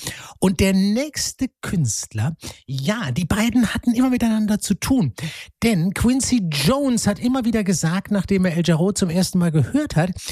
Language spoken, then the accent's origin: German; Düsseldorf, North Rhine-Westphalia, Germany; Gruß in meine alte Heimat Düsseldorf-Rheinland, die ganze Ecke.